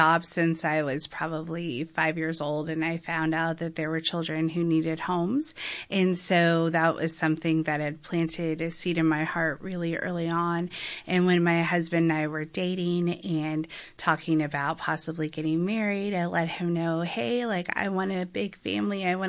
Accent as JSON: {"language": "English", "town": "San Antonio", "region": "Texas", "country": "United States", "tie": "born or raised there", "said": "born and raised in San Antonio, went to UT in Austin for undergrad, came back to San Antonio to be a public school teacher, eventually made my way to law school in Houston, and then came back"}